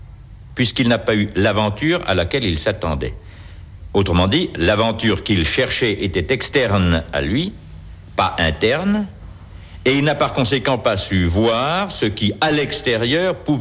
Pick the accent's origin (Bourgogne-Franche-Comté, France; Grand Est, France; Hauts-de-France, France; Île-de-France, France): Bourgogne-Franche-Comté, France; Lons-le-Saunier; j'avais 15 ans, j'avais une mansarde dans la maison de mon père, à Lons-le-Saunier, dans le Jura. Je suis jurassien, je suis franc-comtois.